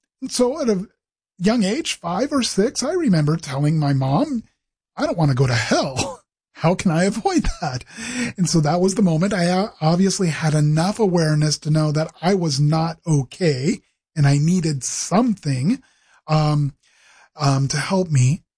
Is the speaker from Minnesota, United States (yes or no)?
no; Vancouver, Washington, United States; moved away as an adult; also born or lived in Bolivia; Well, I grew up right here in the Pacific Northwest in Vancouver, Washington. I was born and raised there